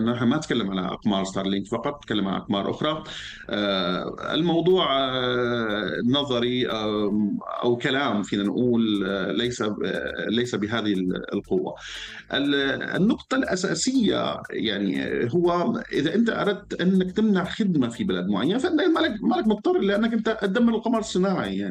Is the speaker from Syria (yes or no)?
yes; Syria; ممكن في سوريا أو أنا كمواطن سوري فيني أعتبر